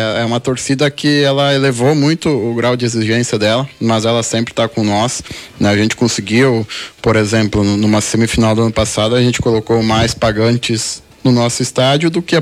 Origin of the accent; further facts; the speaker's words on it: Poço das Antas, Rio Grande do Sul, Brazil; eu sou natural de Poço das Antas, né? Me criei em Poço. Cresci no clube